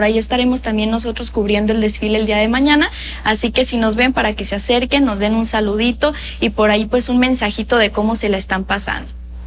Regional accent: Mexico; fiestas patrias que nos corresponden a todos como mexicanos

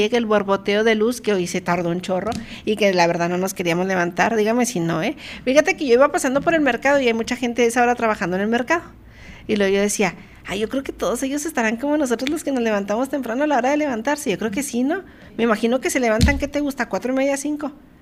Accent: Mexico; soy mexicana.

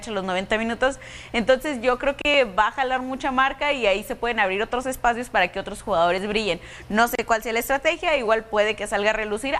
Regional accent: Mexico

